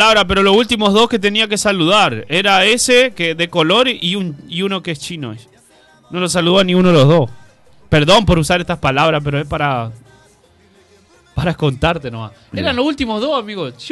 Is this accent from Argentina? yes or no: yes; Argentina; Somos mestizos los argentinos.